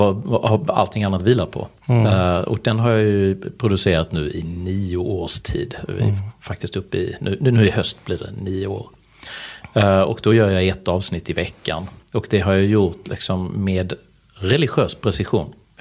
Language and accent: Swedish; Malmö, Skåne, Sweden; born there; Född i Malmö 1975.